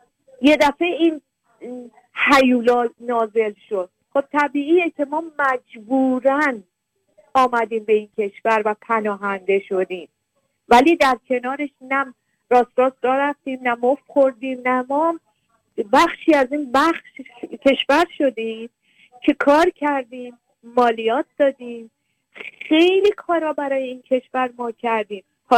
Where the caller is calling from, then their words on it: Sweden; ما شهروند اینجا هستیم، اینجا زندگی میکنیم